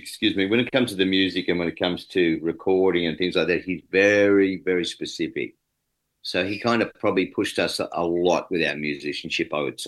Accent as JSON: {"language": "English", "region": "New South Wales", "country": "Australia", "tie": "born or raised there", "said": "Well, I grew up in Western New South Wales"}